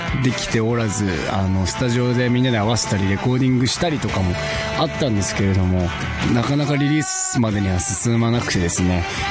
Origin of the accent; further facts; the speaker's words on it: Hokkaido, Japan; moved away as an adult; now in Tokyo, Japan; まあ北海道出身の3ピースロックバンドでございまして